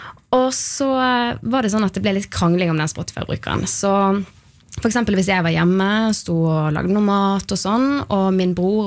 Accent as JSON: {"language": "Norwegian", "country": "Italy", "tie": "born or raised there", "said": "meg og mine to yngre søsken, vi er jo vokst opp deler av barndommen i Italia, har ikke hørt så veldig mye på norsk musikk."}